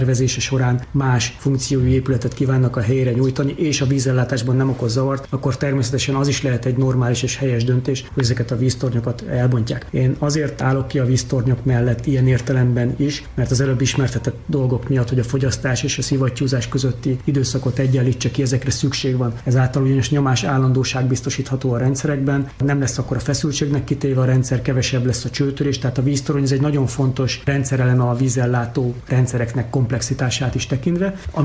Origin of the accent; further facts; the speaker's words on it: Siófok, Somogy, Hungary; now in Debrecen, Hungary; azért van az asztalom, mert én Siófokról származom, korábban az ott lévő vízműnél dolgoztam